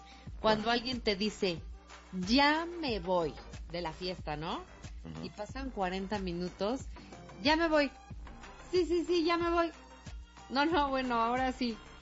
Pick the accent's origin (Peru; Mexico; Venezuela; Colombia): Mexico; Nosotros que somos mexicanos, queridos.